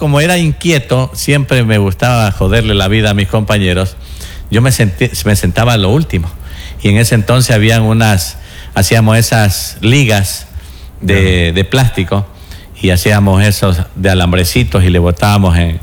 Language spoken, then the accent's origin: Spanish; Santo Domingo, Santo Domingo de los Tsáchilas, Ecuador; born there; also born or lived in Chone, Manabí, Ecuador; nacido en una de las ciudades y cantones de la provincia de Manabí, en el cantón Chone. Nací en Chone, me crié en prácticamente mi niñez, vine acá a Santo Domingo.